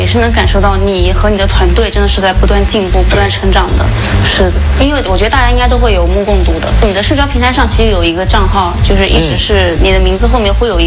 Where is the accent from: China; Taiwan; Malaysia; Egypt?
China; 对，我们中国人就是这样一步一步走来的。